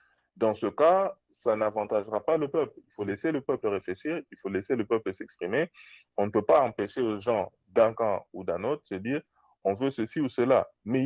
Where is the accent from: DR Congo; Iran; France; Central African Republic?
DR Congo; Pour moi, en tant que Congolais